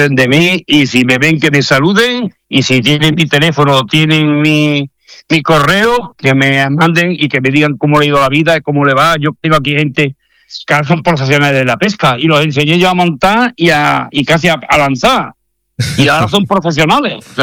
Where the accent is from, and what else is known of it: Córdoba, Andalusia, Spain; born or raised there; moved away as an adult; now in Logroño, Spain